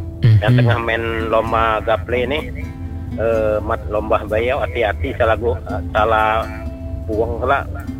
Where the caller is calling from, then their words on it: Bangka Belitung Islands, Indonesia; kita orang Bangka